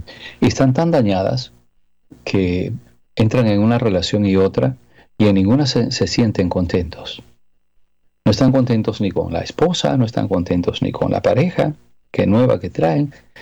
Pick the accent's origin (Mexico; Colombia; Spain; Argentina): Mexico; Mi esposa es centroamericana y es guatemalteca. Yo soy mexicano.